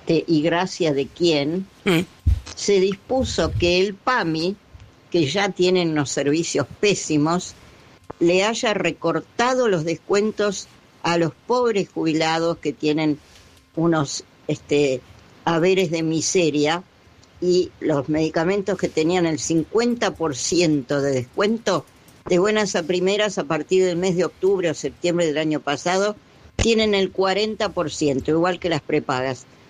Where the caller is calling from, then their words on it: Buenos Aires, Argentina; de Núñez.